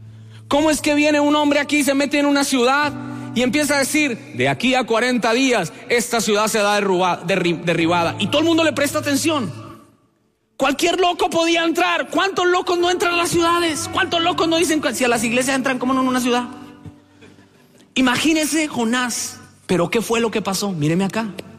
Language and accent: Spanish; Colombia; ¿De dónde son ustedes? Nosotros venimos de Colombia.